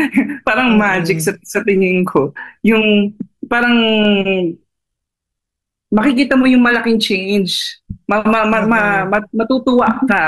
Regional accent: Cainta, Rizal, Philippines; Diyan po sa lighthouse sa Cainta. E, taga Cainta po ako, so madali lang pumunta.

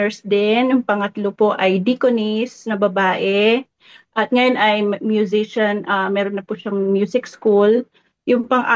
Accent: Central Luzon, Philippines; born there; also born or lived in Guimba, Nueva Ecija; Ako po ay pinanganak sa Nueva Ecija.

